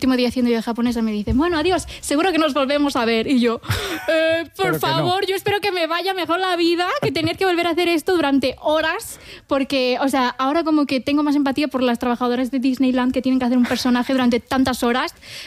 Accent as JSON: {"language": "Spanish", "town": "Santiago de Compostela", "region": "Galicia", "country": "Spain", "said": "yo soy cristiana un poco por imposición contextual, que soy de Santiago de Compostela."}